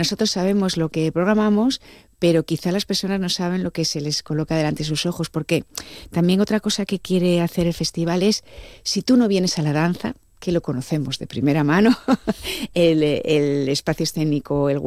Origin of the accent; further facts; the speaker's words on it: Mieres, Asturias, Spain; que yo soy asturiana y de la zona rural de los valles centrales, de Mieres, la huertina de la abuela